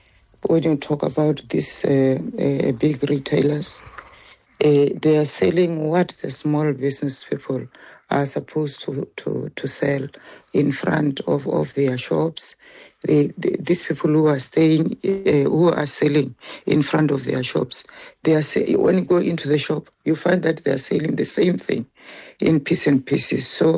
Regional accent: South Africa; me as South African person

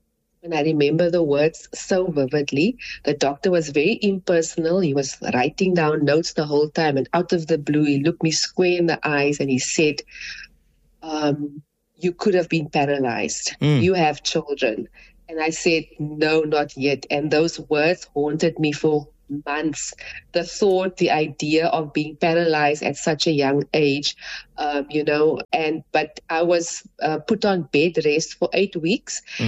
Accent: Paarl, Western Cape, South Africa; So I myself, I am born and bred from Paarl.

